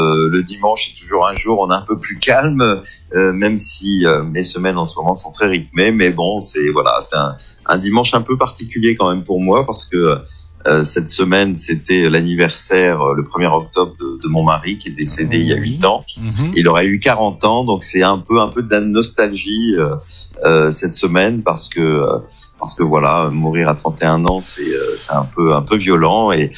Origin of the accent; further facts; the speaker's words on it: Béthune, Hauts-de-France, France; moved away as an adult; also born or lived in Noeux-les-Mines / Lille / Paris; une vie après à Béthune jusque mes 18 ans avant de partir mes études à Lille, puis après à Paris.